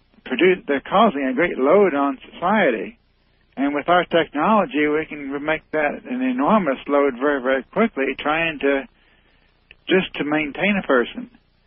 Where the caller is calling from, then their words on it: Indiana, United States; I'm calling from Indiana.